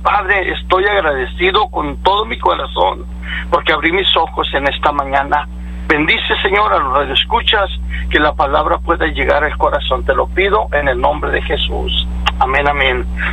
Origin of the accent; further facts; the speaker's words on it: Perryton, Texas, United States; Soy de Perrington, Texas